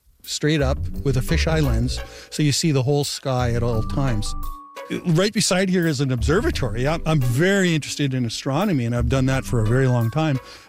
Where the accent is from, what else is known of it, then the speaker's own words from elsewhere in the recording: Winnipeg, Manitoba, Canada; now in Gimli, Canada; I'm from Winnipeg. My wife was originally from Toronto, and we've retired to Gimli